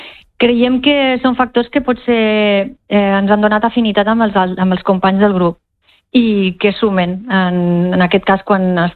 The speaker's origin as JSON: {"language": "Catalan", "town": "Fontanella", "region": "Catalonia", "country": "Spain", "tie": "born or raised there", "said": "hem anat a molts pobles, o fins i tot al meu poble, també Fontanella, també he tocat aquest dia"}